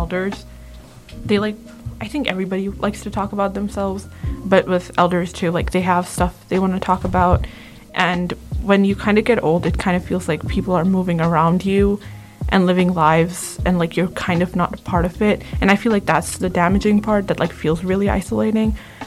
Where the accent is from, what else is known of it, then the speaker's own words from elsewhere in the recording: Gujarat, India; I come from Gujarat, so I call my mother's side grandparents Nana and Nani, and my dad's side Dada and Dadi.